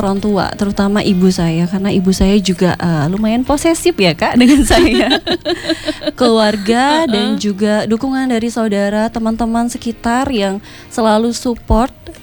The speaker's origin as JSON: {"language": "Indonesian", "town": "Sintang", "region": "West Kalimantan", "country": "Indonesia", "said": "saya berasal dari daerah, dari Sintang ke provinsi aja butuh waktu 6-7 jam."}